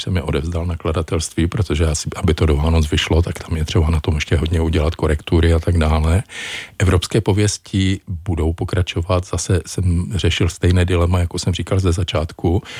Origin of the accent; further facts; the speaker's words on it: Ostrava, Moravian-Silesian Region, Czechia; Já jsem z Ostravy